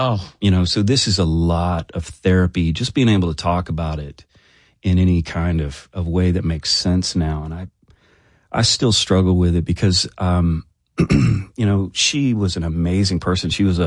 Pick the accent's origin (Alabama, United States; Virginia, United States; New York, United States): Alabama, United States; my grandparents were military, and I grew up in Alabama, and I'm from a very traditional background.